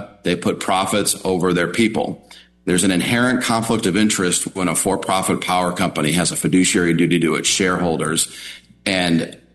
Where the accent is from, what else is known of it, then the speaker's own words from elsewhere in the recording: Lake County, Indiana, United States; I'm from Lake County